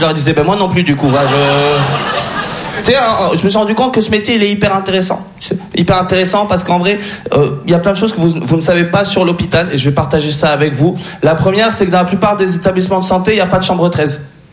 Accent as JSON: {"language": "French", "country": "France", "said": "Je suis français d'origine tunisienne. Parce qu'en fait, ma mère est française"}